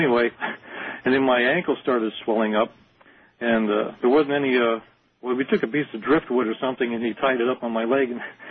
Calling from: Kailua, Hawaii, United States; I'm calling from Kailua, Hawaii.

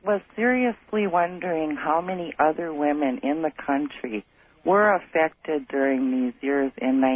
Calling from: Milwaukee, Wisconsin, United States; I'm calling from Milwaukee, Wisconsin.

